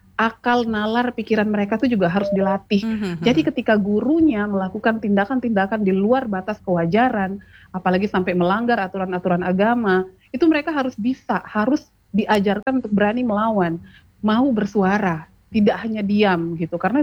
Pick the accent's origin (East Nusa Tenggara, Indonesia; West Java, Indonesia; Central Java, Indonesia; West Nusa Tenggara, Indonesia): West Nusa Tenggara, Indonesia; Lombok; Saya muslim Mbak, saya malu, saya muslim orang Lombok